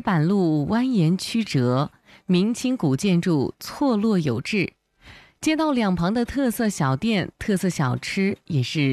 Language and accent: Chinese; Bozhou, Anhui, China; 咱们亳州的美。那今天我们就带着大家重温我们家乡的几处宝藏风景。